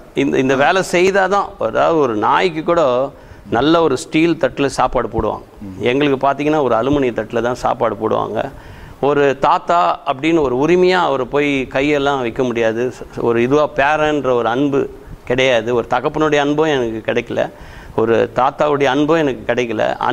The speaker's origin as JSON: {"language": "Tamil", "town": "Chennai", "region": "Tamil Nadu", "country": "India", "tie": "born or raised there"}